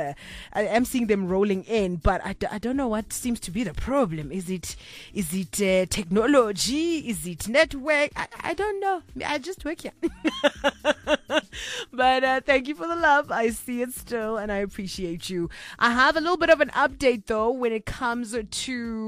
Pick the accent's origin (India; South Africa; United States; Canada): South Africa; Kimberley, Northern Cape; moved away; Kimberley, actually, my hometown.